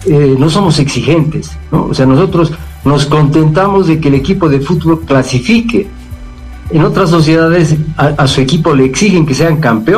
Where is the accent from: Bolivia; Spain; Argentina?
Bolivia; todos bolivianos